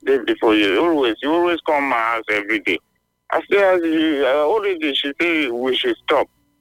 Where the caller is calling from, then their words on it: Nigeria; I live in Odigi community.